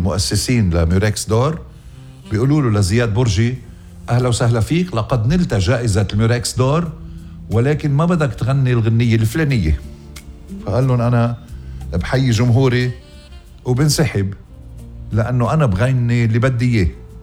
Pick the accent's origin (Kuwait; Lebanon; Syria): Lebanon; الله يحمي وطننا لبنان.